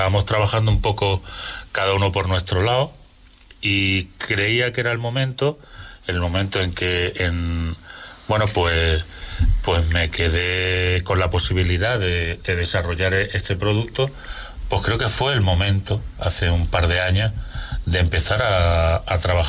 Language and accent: Spanish; Aldeire, Andalusia, Spain; como vivimos en nuestro pueblo, aunque estoy viviendo a caballo entre Granada y Aldeire